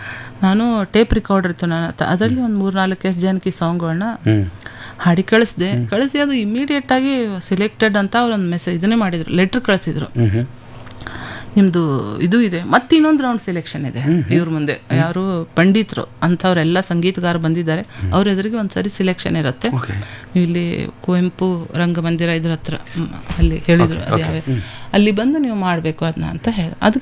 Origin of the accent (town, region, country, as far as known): Dharwad, Karnataka, India; born there; now in Bengaluru, India